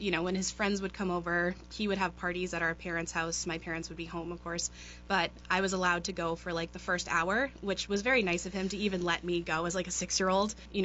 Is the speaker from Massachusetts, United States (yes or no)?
yes; Marshfield, Massachusetts, United States; moved away; I grew up in Marshfield. I love Marshfield. It's a place that I kind of keep close to my heart. It's on the beach.